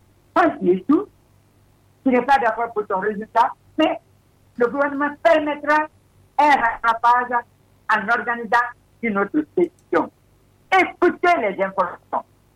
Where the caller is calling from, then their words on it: Lola, Nzérékoré Region, Guinea; surtout chez moi à Lola là-bas